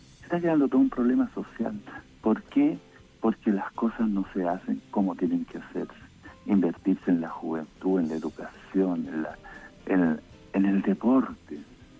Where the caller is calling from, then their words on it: Maipú, Santiago Metropolitan Region, Chile; De Maipú, pues.